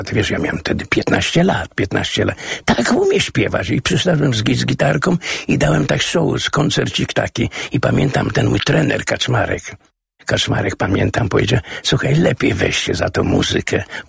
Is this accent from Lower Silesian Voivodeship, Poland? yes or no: no; Łódź, Łódź Voivodeship, Poland; ja jestem urodzony na Bałutach i Bałuty Śródmieście Łódź